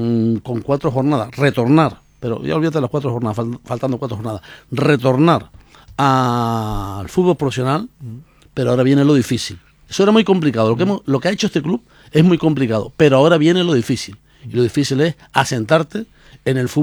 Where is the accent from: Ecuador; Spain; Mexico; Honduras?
Spain; Canary Islands; playa del Médano en mi tierra